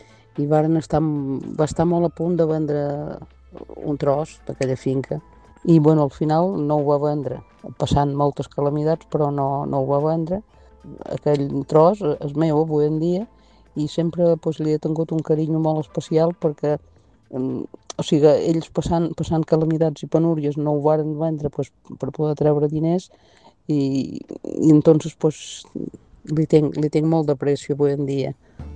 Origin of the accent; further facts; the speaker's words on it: Formentera, Balearic Islands, Spain; Hola, bones, què tal? … de Formentera.